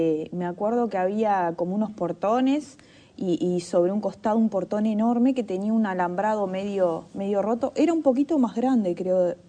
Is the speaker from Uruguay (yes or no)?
yes; Uruguay